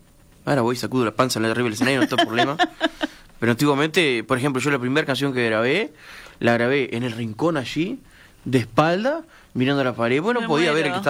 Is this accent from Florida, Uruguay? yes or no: yes; Mendoza, Florida, Uruguay; soy de Mendoza